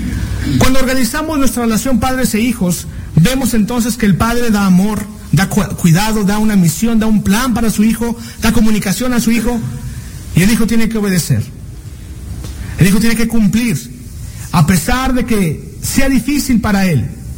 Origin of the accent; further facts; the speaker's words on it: Chihuahua, Mexico; born there; Yo nací en Chihuahua, a lo mejor no nací en Chihuahua, ¿verdad? Pero no sé si tengo el acento de Chihuahua.